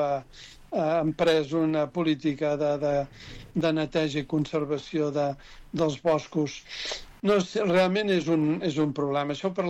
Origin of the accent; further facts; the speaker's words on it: Catalonia, Spain; born there; jo recordo quan era petit, allà a Sant Sebastià, que no hi havia tant bosc encara, que jo ara tinc 67 anys